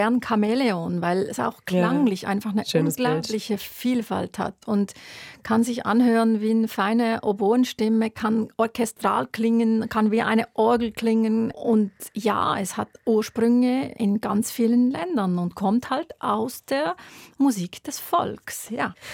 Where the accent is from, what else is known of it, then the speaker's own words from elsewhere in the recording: Switzerland; Als Schweizerin, genau.